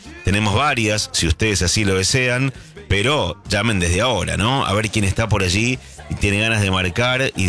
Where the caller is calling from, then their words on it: Comodoro Rivadavia, Chubut, Argentina; Buenas noches, mi programa favorito … de Comodoro, recordando canciones